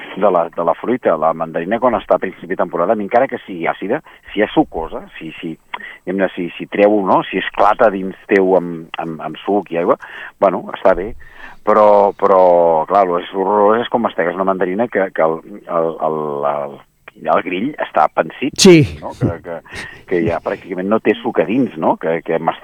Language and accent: Catalan; Catalonia, Spain; nosaltres som de la Catalunya Vella, que en diem